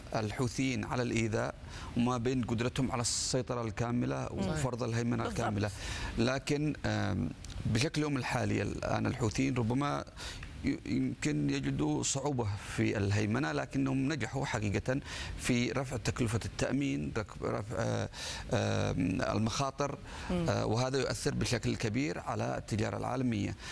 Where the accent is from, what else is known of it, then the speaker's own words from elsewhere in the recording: Yemen; لنا كيمنيين